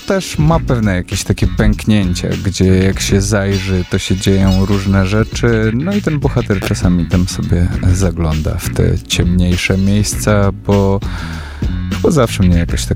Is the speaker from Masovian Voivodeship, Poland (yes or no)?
yes; Warsaw, Masovian Voivodeship, Poland; born there